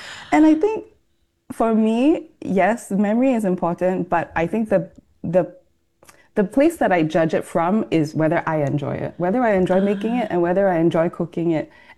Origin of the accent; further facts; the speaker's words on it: Singapore; I think especially growing up in Singapore, when we talk about a big Chinese meal, like a banquet, you see meat.